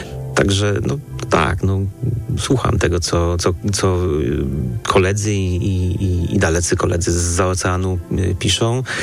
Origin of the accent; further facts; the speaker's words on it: Kraków, Lesser Poland, Poland; moved away; A ponieważ ja jestem z Krakowa, no to tym bardziej jest miło mi ruszyć w rodzinne strony.